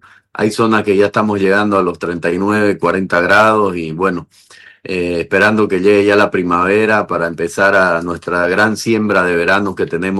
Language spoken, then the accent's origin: Spanish; Bolivia; Tenemos que estar con todas las realidades como bolivianos para poder planificarnos bajo base sólida